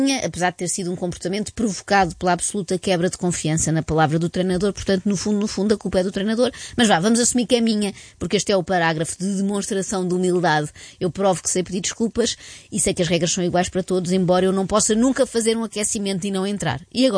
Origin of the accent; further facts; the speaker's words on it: Amadora, Lisbon, Portugal; Quem sou eu, um velho de 72 anos, nascido e criado na Amadora, que come chicletes de boca aberta